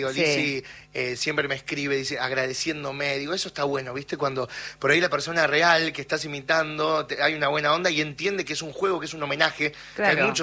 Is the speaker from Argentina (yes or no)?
yes; Lomas de Zamora, Buenos Aires Province, Argentina; yo soy de Lomas de Zamora, de sí. Zona